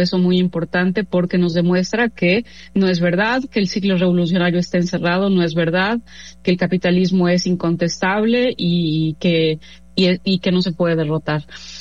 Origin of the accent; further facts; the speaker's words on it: Mexico; Yo soy mexicana y obviamente hoy en día México disfruta de una presidenta que defiende la soberanía nacional